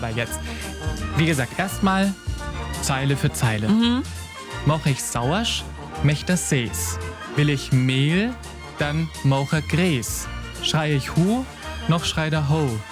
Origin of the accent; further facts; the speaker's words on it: Bad Steben, Bavaria, Germany; es ist halt der Dialekt, wie er in Bad Steben gesprochen wird, im Frankenwald, also auch so die Gegend, wo ich herkomme